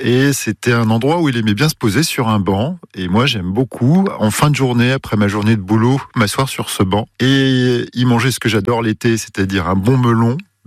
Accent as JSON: {"language": "French", "region": "Grand Est", "country": "France", "said": "une petite boisson qui me rappelle mon papa et mon pays, puisque je suis alsacien, c'est un vin chaud que je déguste frais."}